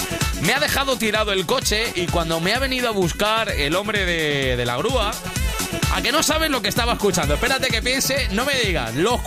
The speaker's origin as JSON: {"language": "Spanish", "town": "Griñón", "region": "Community of Madrid", "country": "Spain", "tie": "born there", "said": "en mi pueblo, en Griñón, en Madrid."}